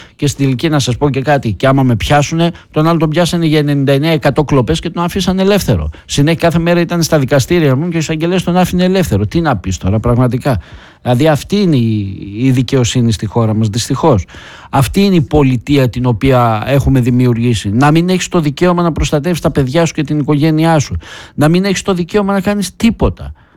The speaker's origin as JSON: {"language": "Greek", "country": "Greece"}